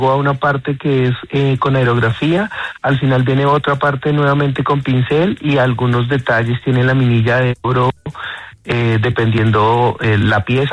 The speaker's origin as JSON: {"language": "Spanish", "region": "Guaviare", "country": "Colombia", "said": "Entonces digamos que yo vengo del Guaviare, y nosotros como que vivimos todos estos temas de la violencia del Guaviare en el 99 y demás"}